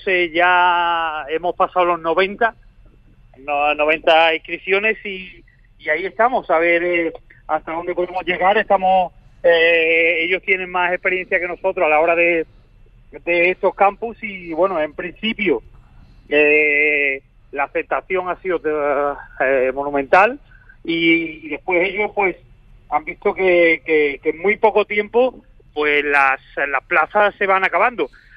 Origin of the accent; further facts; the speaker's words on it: Seville, Andalusia, Spain; now in Lanzarote, Spain; al final soy sevillano